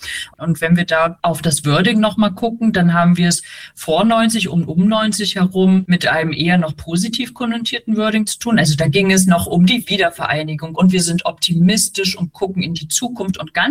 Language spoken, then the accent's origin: German; Rostock, Mecklenburg-Vorpommern, Germany; moved away; ich spreche jetzt von mir als Rostockerin, aber als Ostdeutsche in einem westdeutschen Medienunternehmen